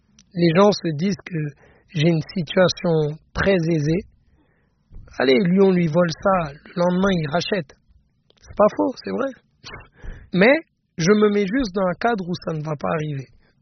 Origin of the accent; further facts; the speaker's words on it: Paris, Île-de-France, France; moved away as an adult; now in Dubai, United Arab Emirates; Mais je ne pense pas finir mes jours à Dubaï. Je suis un vrai Parisien. Je me sens totalement Parisien.